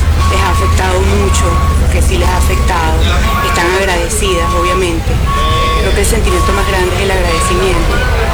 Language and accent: Spanish; Venezuela; el venezolano